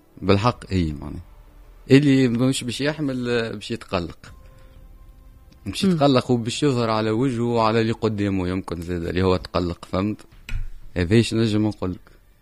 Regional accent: Tunisia; عملت الموسيقى ولا كتونسي

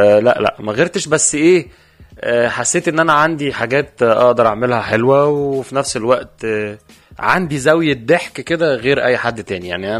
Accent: Egypt; now in Tunisia; لا يعني انا مصري عايش في تونس خلاص ففاهم التونسي.

